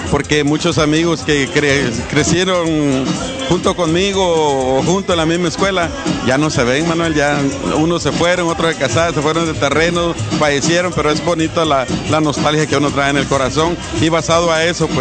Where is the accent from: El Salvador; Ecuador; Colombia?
El Salvador; como nosotros salimos de aquí de El Salvador por medio de la guerra